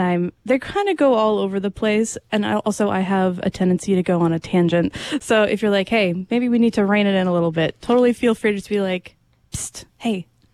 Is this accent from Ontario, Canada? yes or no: no; Newfoundland and Labrador, Canada; You know, I am from Newfoundland